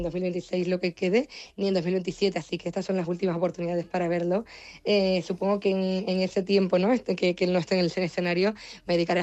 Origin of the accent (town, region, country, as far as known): Canary Islands, Spain